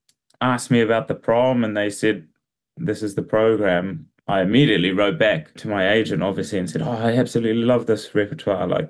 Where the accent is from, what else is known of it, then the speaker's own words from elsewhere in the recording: Wellington, New Zealand; also born or lived in England; I grew up in Wellington.